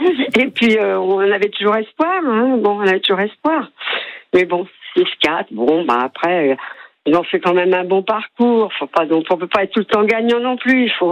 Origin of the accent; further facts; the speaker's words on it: Marsillargues, Occitanie, France; born there; Si vous regardez ma date de naissance, c'est le 24 juillet et je suis née à Massiergue.